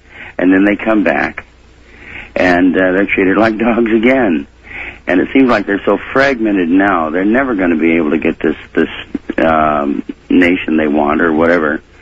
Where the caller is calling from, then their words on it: Lake Elsinore, California, United States; from Lake Elsinore, California.